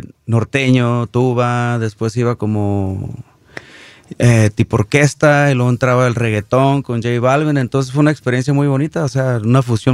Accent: Lynwood, California, United States; also born or lived in Tlaquepaque, Jalisco, Mexico; Crecí aquí.

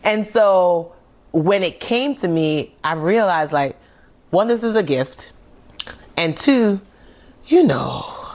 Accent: Nigeria; And I was like, how do I do that? I'm Nigerian.

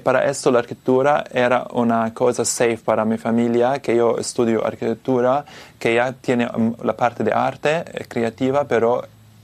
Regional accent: Milan, Lombardy, Italy; Spanish is a second language; moved away

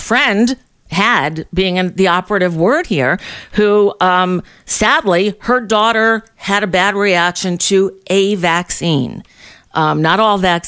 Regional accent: New York, United States; I grew up in New York

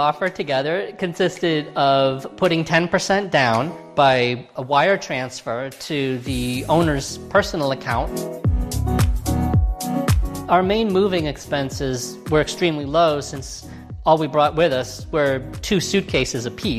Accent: United States; moved away as an adult; also born or lived in New York City / Washington, D.C.; now in Lisbon, Portugal; We're an American family. We lived for many years in New York City, and before moving to Lisbon, we lived in Washington, D.C. for 10 years.

